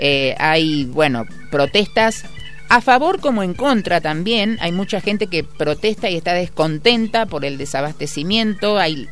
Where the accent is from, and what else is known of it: Córdoba, Argentina; moved away